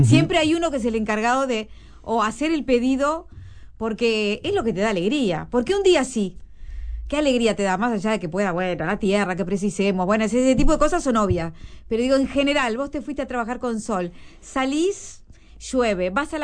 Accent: Uruguay; Somos los uruguayos. Estamos viviendo, Leo, por la capital

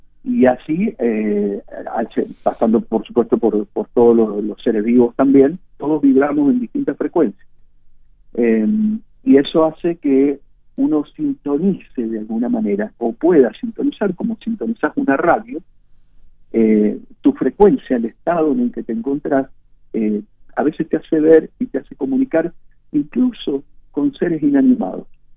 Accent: Dolores, Buenos Aires Province, Argentina; Y yo pensaba, pero claro, si yo me crié en Dolores.

